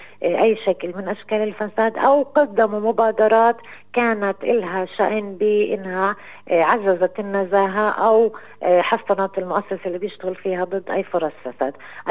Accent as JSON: {"language": "Arabic", "country": "Palestine", "said": "احنا كشعب فلسطيني"}